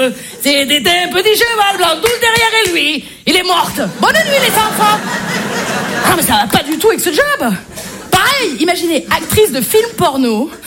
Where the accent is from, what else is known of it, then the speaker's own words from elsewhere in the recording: Marseille, Provence-Alpes-Côte d'Azur, France; accent: Marseille; Ah, je m'y connais en accent, hein. Je suis marseillaise.